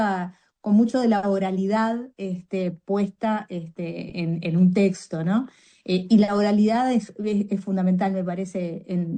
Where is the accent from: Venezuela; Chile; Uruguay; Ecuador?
Uruguay